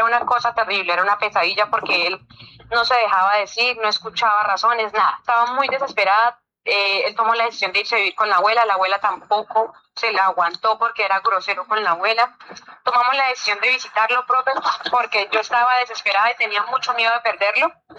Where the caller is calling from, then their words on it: San Roque, Antioquia, Colombia; San Roque, Antioquia.